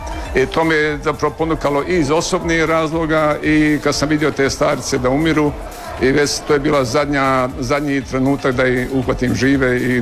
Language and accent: Croatian; Herzegovina, Bosnia & Herzegovina; moved away; kad sam došao u moj rodni kraj, u Hercegovinu